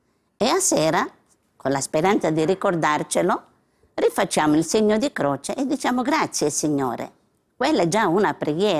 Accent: Paola, Calabria, Italy; mio paese, in Paola, provincia di Cosenza, in Calabria

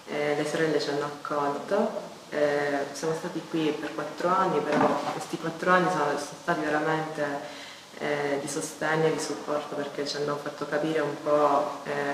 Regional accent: Palermo, Sicily, Italy; Sono nata e cresciuta qui a Palermo.

